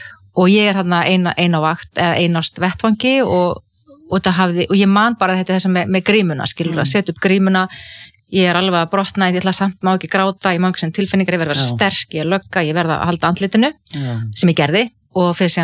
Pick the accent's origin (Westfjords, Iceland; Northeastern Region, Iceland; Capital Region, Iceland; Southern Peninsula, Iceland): Westfjords, Iceland; Ísafjörður; ég óttaðist sjóin sem kannski líka tengist því að ég alveg upp á Ísafirði þar sem voru tíu sjóslys og menn drukknuðu